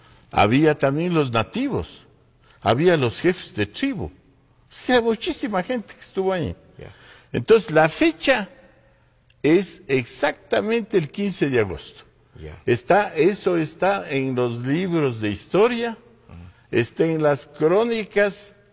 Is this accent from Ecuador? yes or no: yes; Atuntaqui, Imbabura, Ecuador; Yo nací en el Cantón Antonio Ante, en la ciudad de Atuntaqui, que tiene mucha historia